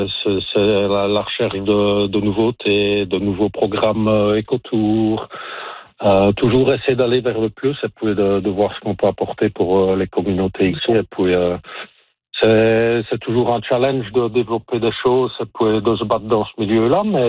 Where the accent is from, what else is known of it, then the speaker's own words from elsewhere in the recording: Belgium; Depuis que nous sommes venus de Belgique, là, il y a 18 ans.